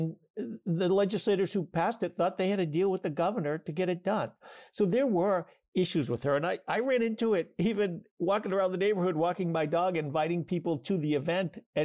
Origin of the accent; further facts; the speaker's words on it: Maine, United States; I'm from Maine. I know Janet Mills. I'm not like friends with her or anything, but we had a fundraiser for her in 2022